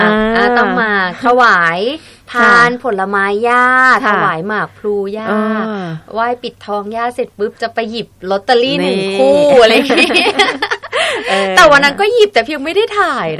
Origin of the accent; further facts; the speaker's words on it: Korat, Nakhon Ratchasima, Thailand; moved away; หนูก็เลยบอกเราเป็นคนโคราชอะเนาะหนูรักบ้านเกิดตัวเองค่ะ